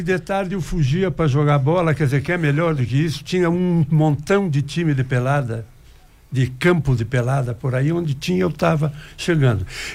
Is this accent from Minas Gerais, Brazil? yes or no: no; Joaçaba, Santa Catarina, Brazil; also born or lived in Catanduvas; Então, a minha mãe resolveu vir morar com o pai dela, que morava aqui em Joaçaba, tinha uma cantina de bebidas, tinha uma loja, tipo assim, tipo Bonato, assim, que vendia de tudo, entende? E eu me criei ali até os 8 anos